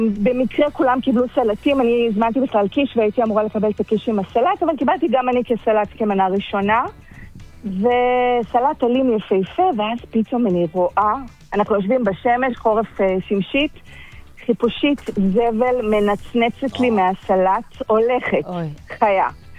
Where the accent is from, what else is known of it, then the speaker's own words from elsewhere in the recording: Turkey; Hebrew is a second language; now in Israel; אני עליתי לארץ ב-1999. עולה חדשה מטורקיה.